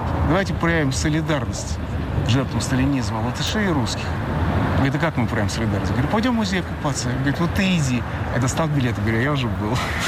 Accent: Moscow, Russia; Однажды я как москвич плавал в бассейне и курил.

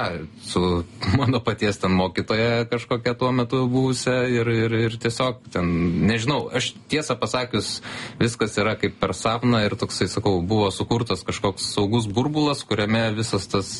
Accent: Kaunas, Kaunas County, Lithuania; Nu, užaugau Kaune, tai tenais tiesiog kažkur išėjau ir einu į parduotuvės duris

